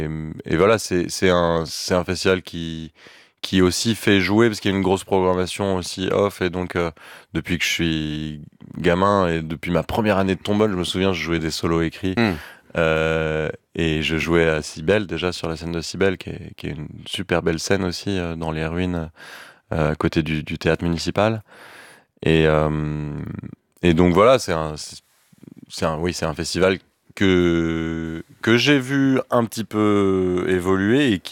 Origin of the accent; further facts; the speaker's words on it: Vienne, Auvergne-Rhône-Alpes, France; C'est une école surtout à Vienne, là où j'ai grandi, avec bien sûr mon père qui avait un Big Band